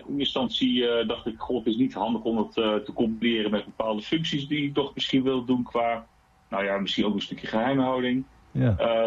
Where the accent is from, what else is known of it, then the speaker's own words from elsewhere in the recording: Rhenen, Utrecht, Netherlands; also born or lived in Gorinchem; in 1980, dus dat betekent dat ik nu 45 jaar ben. 46 wordt dit jaar. Ik ben uiteindelijk geboren in Gorinchem, maar eigenlijk opgegroeid getogen in Rhenen. Niet Rhenen, maar Rhenen bij Wageningen.